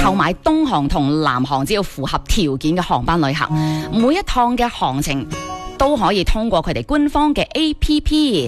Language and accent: Cantonese; Foshan, Guangdong, China; 对于我们佛山人而言